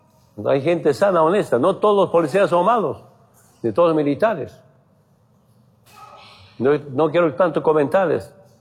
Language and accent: Spanish; Orinoca, Oruro, Bolivia; Sicuriada es la música de mi pueblo, de Orinoca.